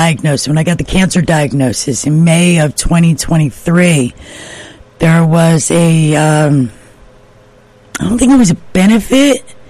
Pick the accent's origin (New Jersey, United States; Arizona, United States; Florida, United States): New Jersey, United States; South Plainfield; Bernie Brausweter is from my hometown of South Plainfield, New Jersey.